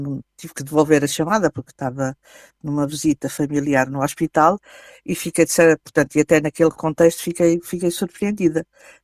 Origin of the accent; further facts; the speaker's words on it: Fundão, Centro, Portugal; é o município da minha terra, naquela onde nasci, onde vivi e onde vivo.